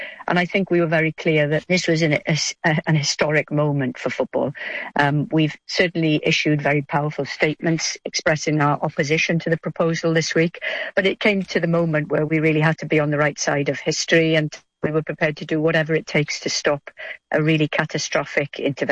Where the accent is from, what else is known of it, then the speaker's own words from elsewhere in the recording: Wales, United Kingdom; I mean, I'm Welsh and my national women's team will be playing off in the playoff matches this autumn